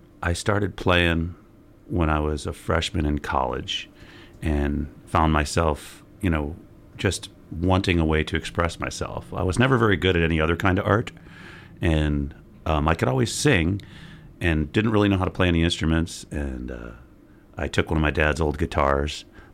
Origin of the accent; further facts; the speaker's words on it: Chicago, Illinois, United States; moved away as an adult; now in Columbia, Missouri, United States; I'm from Chicago, but I moved here to go to school in 1989, and I've been here ever since